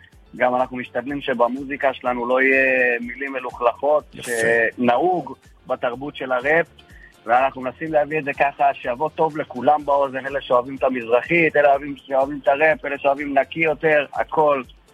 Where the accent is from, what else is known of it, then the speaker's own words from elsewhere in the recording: Netivot, Southern District, Israel; אני מהדרום, נתיבות, אני בן 27